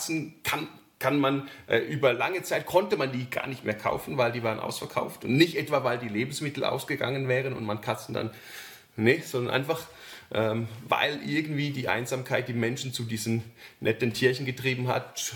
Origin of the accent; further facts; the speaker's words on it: Switzerland; Und ich als Schweizer habe schon so eine Affinität zu Pünktlichkeit. Das ist etwas, das ist wirklich schweizerisch an mir